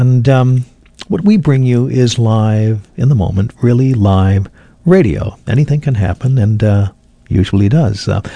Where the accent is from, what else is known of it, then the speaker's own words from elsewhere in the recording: Honolulu, Hawaii, United States; friends of ours in Makiki, my hometown.